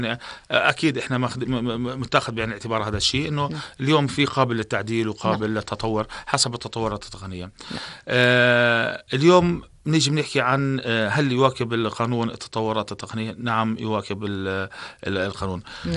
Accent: Jordan; يعني إحنا كأردنيين بنسافر على دول عربية،

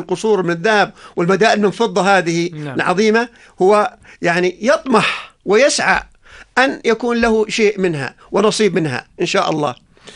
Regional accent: Jordan; إحنا في بلدنا الطيب بلدنا الأردن

